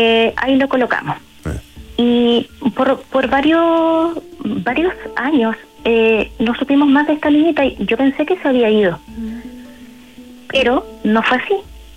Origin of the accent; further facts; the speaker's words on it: Curicó, Maule, Chile; Bueno, yo empezando soy de Curicó.